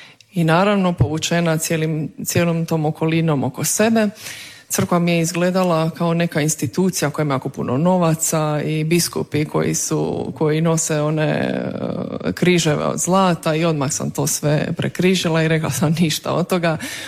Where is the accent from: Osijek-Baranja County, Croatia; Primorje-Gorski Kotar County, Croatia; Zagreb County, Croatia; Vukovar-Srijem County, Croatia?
Primorje-Gorski Kotar County, Croatia; Rijeka; born there; Ja sam rođena u Rijeci pred 33 godine. Rođena sam u jednoj tradicionalnoj riječkoj katoličkoj obitelji.